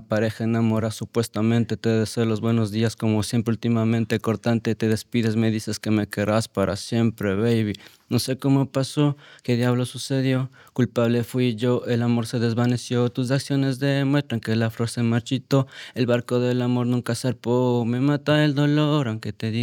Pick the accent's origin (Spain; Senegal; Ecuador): Ecuador; moved away; yo salí de Ecuador con un objetivo también claro, porque salí hace 2 años